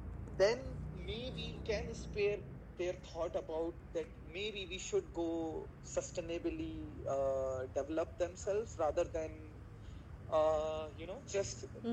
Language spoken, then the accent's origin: English; India